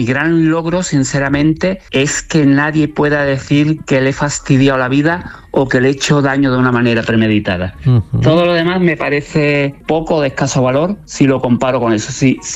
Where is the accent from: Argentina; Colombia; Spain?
Spain; Córdoba, Andalusia; el del niño de barrio, en Córdoba, en mi ciudad natal, ese niño de San Agustín, de San Lorenzo, que vivía en una familia terriblemente humilde, muy austera, que teníamos muy poco